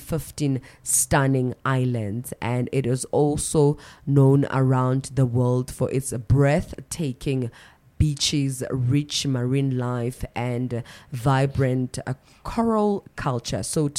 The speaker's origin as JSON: {"language": "English", "country": "South Africa", "said": "So I'm from South Africa."}